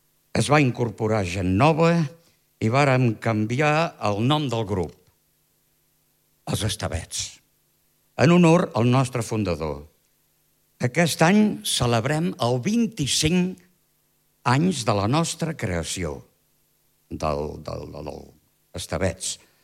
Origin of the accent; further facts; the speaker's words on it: Palafrugell, Catalonia, Spain; born there; also born or lived in Canillas de Albaida, Málaga; Tinc fa poc que he fet 80 anys i 75 anys visquent aquí, en aquest poble de Palafrugell, donen per molt. Soc natural de Canillas de Albaida, el poble més bonic de Màlaga.